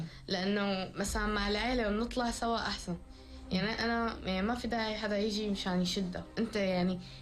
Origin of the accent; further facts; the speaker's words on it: Syria; بلدي سوريا.